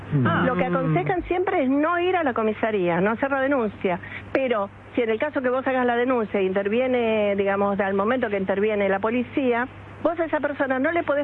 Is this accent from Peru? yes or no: no; Argentina; now in Spain; Cuando yo voy a algún lugar, ¡ay, qué lindo sos argentina, qué lindo que hablas!